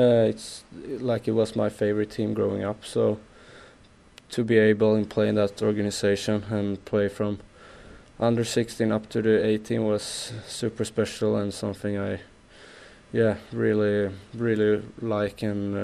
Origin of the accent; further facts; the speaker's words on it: Västra Götaland, Sweden; My hometown is pretty close to Gothenburg, so yeah, even since I started to play, like Frölunda has always been my team.